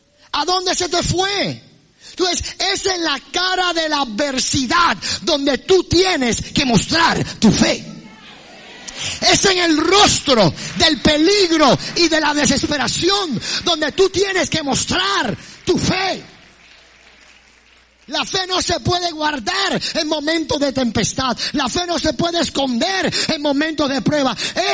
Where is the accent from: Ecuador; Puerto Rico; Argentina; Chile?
Puerto Rico; Yo soy de Puerto Rico